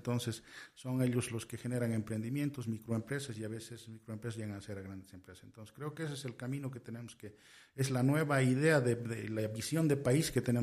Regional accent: Potosí, Bolivia; como potosinos y como bolivianos

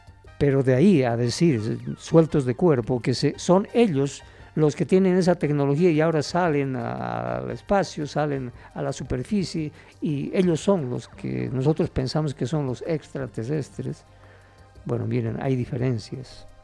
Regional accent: Bolivia; como bolivianos también hemos sido llamados en su momento a un contacto con esos seres

